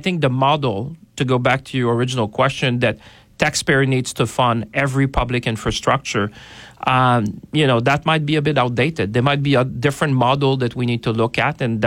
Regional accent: Canada; I'm saying a big we as Canadian

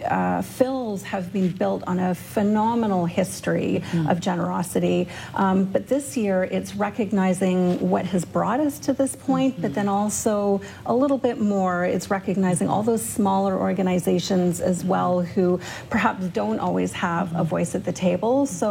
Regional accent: Ottawa, Ontario, Canada; I'm born and raised in Ottawa

